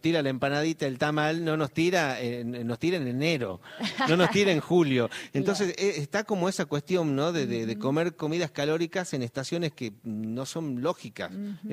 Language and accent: Spanish; Jujuy, Argentina; ¿Somos calóricos los jujeños?